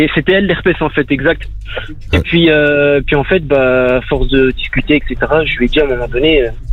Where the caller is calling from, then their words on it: Bourgogne-Franche-Comté, France; Je suis à Guyenveyne